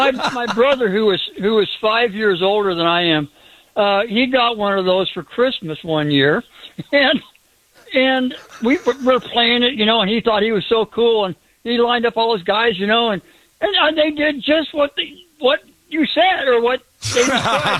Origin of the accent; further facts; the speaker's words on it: Chico, California, United States; now in Gold River, United States; Now, I'm from Chico, so grew up in Chico